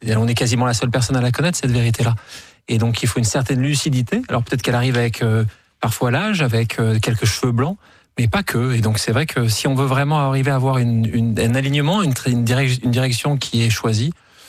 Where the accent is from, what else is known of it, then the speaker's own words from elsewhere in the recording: South-West France, France; je viens du Sud-Ouest